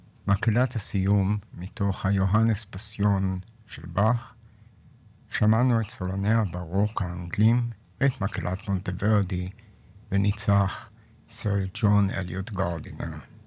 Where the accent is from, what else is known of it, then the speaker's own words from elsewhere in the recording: Jerusalem, Jerusalem District, Israel; born there; כילד במצור בירושלים